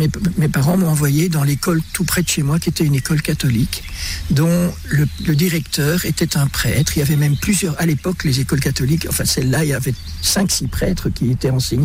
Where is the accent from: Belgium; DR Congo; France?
DR Congo; Kinshasa; born there; Donc, je suis né à Kinshasa, au Congo. Et j'ai été baptisé par un missionnaire quand j'avais 3 jours.